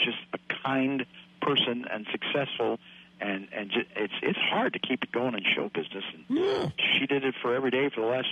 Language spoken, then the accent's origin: English; Milwaukee, Wisconsin, United States; Because I'm from the Milwaukee area.